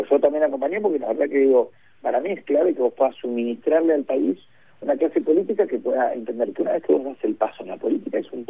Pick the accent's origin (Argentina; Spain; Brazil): Argentina; lo digo como argentino